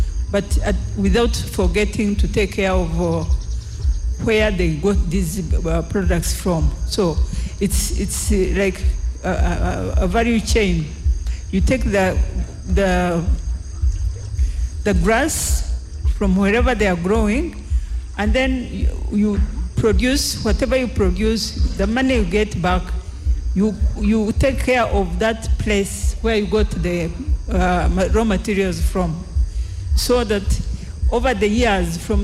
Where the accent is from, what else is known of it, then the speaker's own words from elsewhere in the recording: Rwanda; I'm from Rwanda.